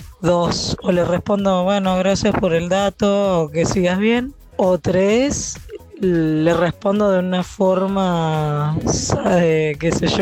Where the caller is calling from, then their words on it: Buenos Aires Province, Argentina; de Zona Oeste.